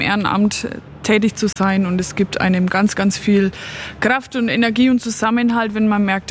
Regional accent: Neuhaus, Bavaria, Germany; now in Hollfeld, Germany; aktuell wohnhaft in Hollfeld, engagiere mich auch dort in der Feuerwehr, bin aber auch liebend gern in meinem Heimatort Neuhaus noch aktiv.

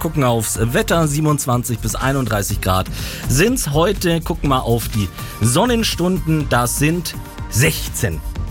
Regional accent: Netherlands; moved away; Ich komme ja aus der Niederlande, ne?

